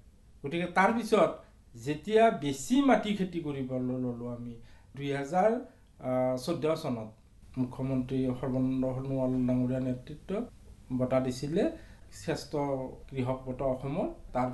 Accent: Balitara, Assam, India; মোৰ ঘৰ বালিতাৰা, জিলা নলবাৰী।

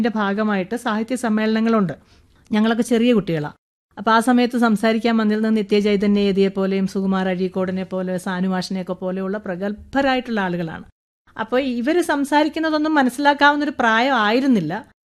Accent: Pallana, Kerala, India; ഞങ്ങളുടെ നാട്ടിൽ ഈ പല്ലന പാനൂർ ഭാഗത്ത് ആദ്യമായിട്ട് സൈക്കിൾ ചവിട്ടുന്ന ഒരു പെണ്ണ് ഞാനാണ്.

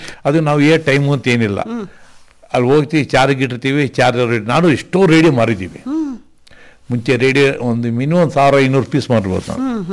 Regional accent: Bengaluru, Karnataka, India; also born or lived in Malur / Kodagu; ಬೆಂಗಳೂರು ಓದ್ತಿದ್ದೆ. ಅಲ್ಲಿ ನಮ್ಮ ತಾಯಿಯವರು ತುಂಬ ಕಷ್ಟ ಆಯಿತು, ಮಾಲೂರಿಗೆ ಹಾಕಿದ್ರು.

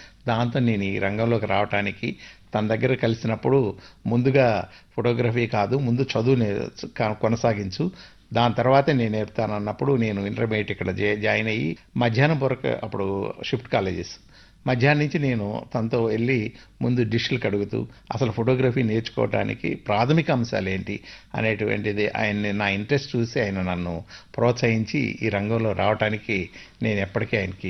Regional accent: Undavalli, Andhra Pradesh, India; moved away as an adult; also born or lived in Vijayawada / Nagpur; నాది బాల్యం అంతా కూడా ఉండవల్లిలోనే జరిగిందండి. స్టడీస్ అన్నీ కూడా ఉండవల్లి పెనుమాక జరిగింది. ఆ తర్వాత విజయవాడలో జరిగింది.

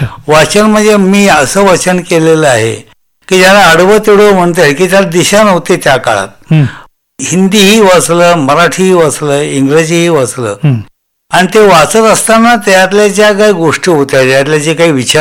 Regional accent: Kolhapur district, Maharashtra, India; माझी जन्मभूमी कोल्हापूर जिल्हा.

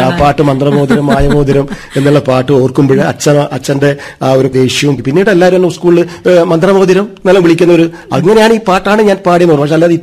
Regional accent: Kannur, Kerala, India; ഞങ്ങൾ മൂന്നാം പീടിക എന്ന് പറയും കണ്ണൂര് മൂന്നാം പീടികയിലെ ലൈൻ മുറിയിലായിരുന്നു താമസിച്ചത്. അവിടെ അടുത്തുള്ള കാനത്തൂർ യു പി സ്കൂളിലായിരുന്നു പഠനം.

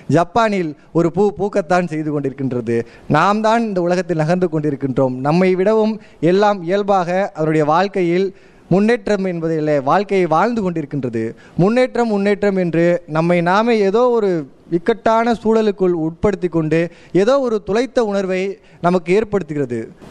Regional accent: Kulithalai, Tamil Nadu, India; என்னுடைய ஊர் குளித்தலை.

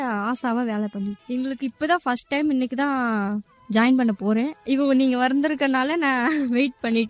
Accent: Palani, Tamil Nadu, India; born or raised there

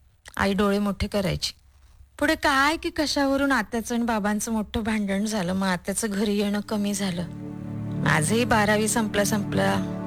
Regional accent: Maharashtra, India; first language Marathi; Hindi is a second language; अरे हम मराठी लोग हैं ना, हमको हिंदी में बात करने में बड़ा अच्छा लगता है. मैं हिंदी में बोलती हूँ.

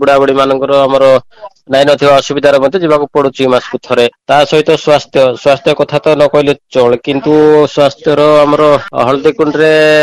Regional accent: Kechla, Odisha, India; ଗୁପ୍ତେଶ୍ୱର ପଞ୍ଚାୟତର ସମିତି ସଭ୍ୟ, ଗାଁର ନାଁ କେଚଲା, ବ୍ଲକ ବୈପାରୀଗୁଡ଼ା।

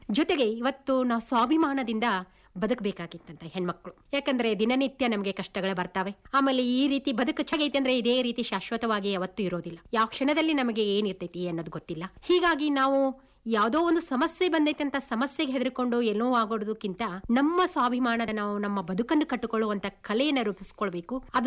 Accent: Halagali, Karnataka, India; also born or lived in Lokapur; ನಾನು ಮೂಲತಃ ಹುಟ್ಟಿದ್ದು ಲೋಕಾಪುರ ಅನ್ನುವಂಥ ಊರಿನಲ್ಲಿ. ಇದು ನನ್ನ ತಾಯಿಯ ತವರೂರು, ಮತ್ತು ನನ್ನ ಬಾಲ್ಯವನ್ನು ಕಳೆದದ್ದು ಹಲಗಲಿ ಅನ್ನುವ ಗ್ರಾಮ.

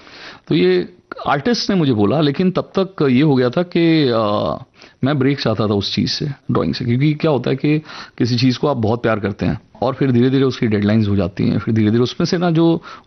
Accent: Ata Bira, Odisha, India; also born or lived in Bhilai; तब तक हम उड़ीसा शिफ्ट हो चुके थे भिलाई से, और ये बहुत छोटा सा गांव था, इसका नाम आता बिरा है।

